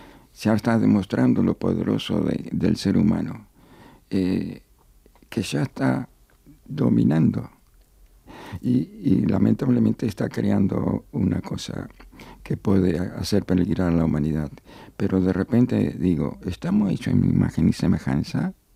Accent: Argentina; Y entonces voy a tratar de ser breve, como argentino casi es imposible.

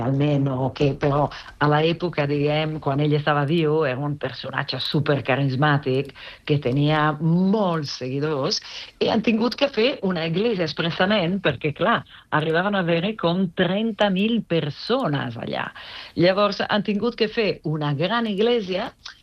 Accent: Italy; Catalan is a second language; Bueno, jo crec que un'altra tira una mica molt cap a Itàlia, perquè sóc italiana

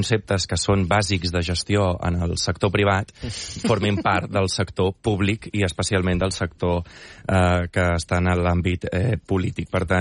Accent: Sant Cugat del Vallès, Catalonia, Spain; I aquí a Catalunya, jo que vinc de Sant Cugat, un altre municipi

